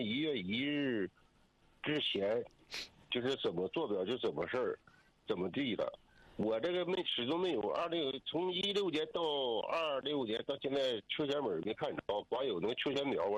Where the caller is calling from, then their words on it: Nong'an, Jilin, China; 农安，农安青山。